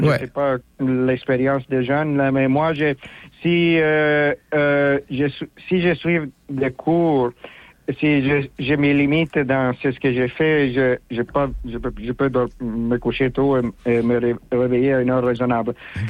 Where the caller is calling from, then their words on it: Montreal, Quebec, Canada; quand je suis à Montréal